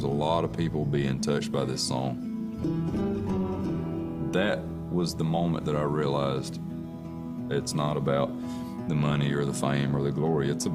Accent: South Carolina, United States; Growing up in South Carolina

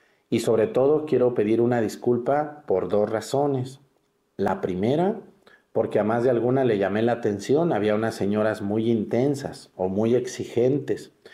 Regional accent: Mexticacán, Jalisco, Mexico; moved away; allá en mi pueblo, en Mesticacán

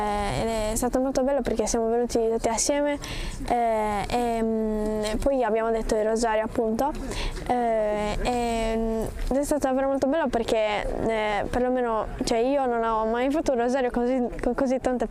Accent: Ittiri, Sardinia, Italy; vengo da Itteri, dalla Sardegna.

